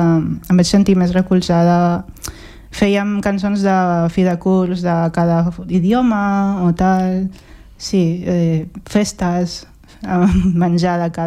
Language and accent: Catalan; Catalonia, Spain; born there; jo sóc d'aquí, he nascut aquí.